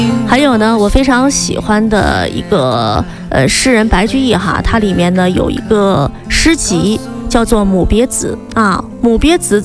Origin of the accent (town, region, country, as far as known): China